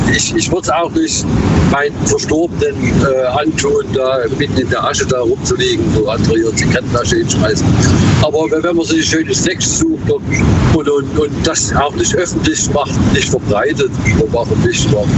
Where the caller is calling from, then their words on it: Fellbach, Baden-Württemberg, Germany; Hier, Fellbach.